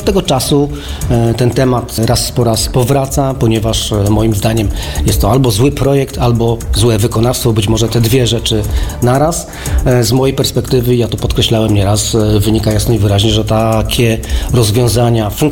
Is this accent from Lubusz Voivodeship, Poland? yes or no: no; Wrocław, Lower Silesian Voivodeship, Poland; ja również, jako wrocławianin, nieustająco oczekuję na prawidłową realizację tego kompromisu